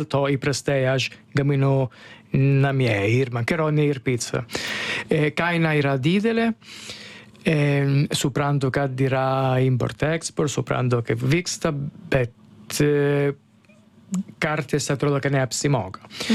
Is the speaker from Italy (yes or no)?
yes; Italy; Lithuanian is a second language; now in Lithuania